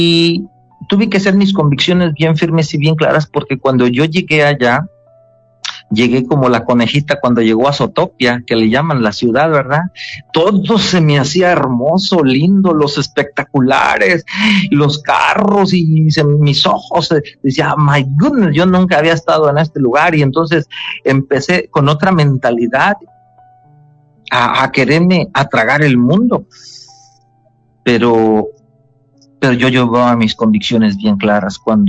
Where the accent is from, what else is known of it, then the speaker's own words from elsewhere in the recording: Mexico; also born or lived in United States; si nosotros somos mexicanos y llegamos a los Estados Unidos